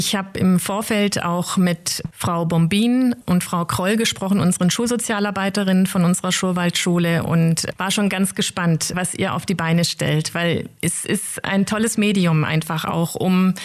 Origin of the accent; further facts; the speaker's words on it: Schwäbisch Gmünd, Baden-Württemberg, Germany; Ich komme ja aus Schwäbisch Gmünd